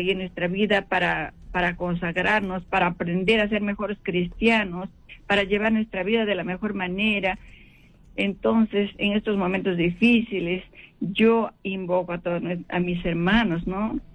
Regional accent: Chachapoyas, Amazonas, Peru; now in Lima, Peru; Entonces yo siempre quería, y todavía está en provincia, yo soy de Chachapoyas. Entonces, decía yo, cuando vaya a Lima, tengo que llegar a Rayo María

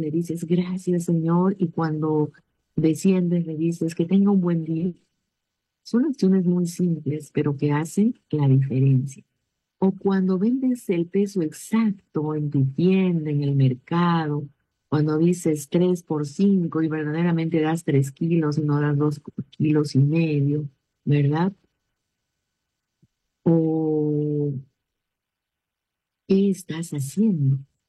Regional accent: Peru; Como hijo de Dios y como peruano

